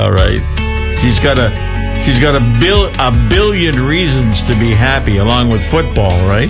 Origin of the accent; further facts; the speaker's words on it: Canada; I'm from Canada.